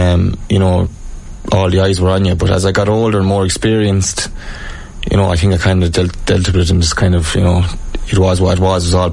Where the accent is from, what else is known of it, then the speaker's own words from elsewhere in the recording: Thurles, Tipperary, Ireland; I'm from Thurles, so I'm living in town